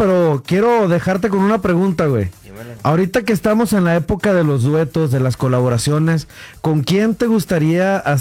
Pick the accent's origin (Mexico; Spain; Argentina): Mexico; León, Guanajuato; Yo soy de León.